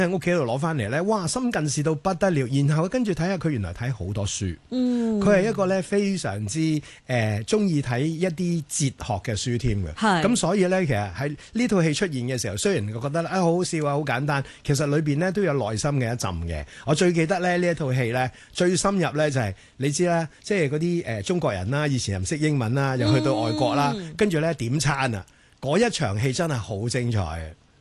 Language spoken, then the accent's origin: Cantonese; Hong Kong; 我记得我以前喺外国读书嘅时候咧，一去到外国任何一个外国地方啊，啲人问你喺边度嚟噶，我香港，